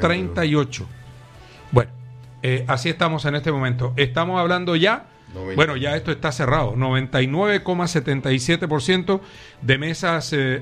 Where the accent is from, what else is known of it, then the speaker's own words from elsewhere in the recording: Córdoba, Colombia; Como cordobés, me llena de orgullo que un hijo de esta tierra pueda llegar a la presidencia con la mirada puesta en las regiones. Desde Córdoba encontrarán un aliado